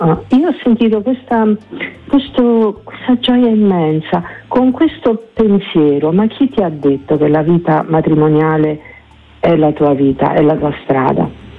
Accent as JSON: {"language": "Italian", "region": "Abruzzo", "country": "Italy", "said": "E io sono abruzzese, sono massicana, quindi abbastanza determinata."}